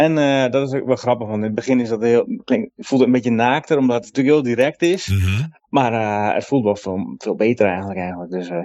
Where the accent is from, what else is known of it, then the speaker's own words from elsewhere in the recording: Drenthe, Netherlands; Want ik kom ook uit Drenthe, daar kom ik ook weg.